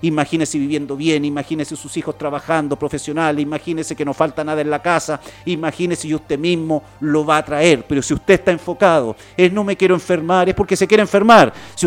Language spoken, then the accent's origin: Spanish; Chile; yo soy chileno